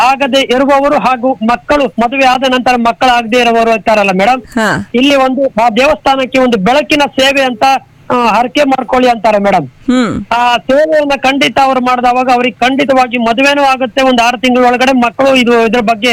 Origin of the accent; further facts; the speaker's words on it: Kota, Karnataka, India; ಅವರು ಸತ್ಯಹರಿ ಹರಿಶ್ಚಂದ್ರ ಅಂತ ಅವರು ಹುಟ್ಟಿ ಬೆಳೆದಂತ ಊರು ಮೇಡಮ್ ನಮ್ದು.